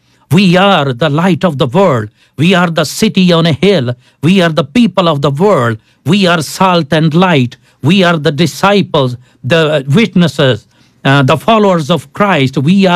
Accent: Pakistan; You know, I came from Pakistan, and we are used to this type of conversation

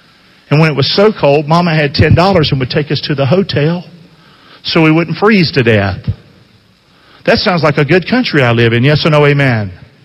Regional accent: United States; I'm from there. I'm from Carolina.

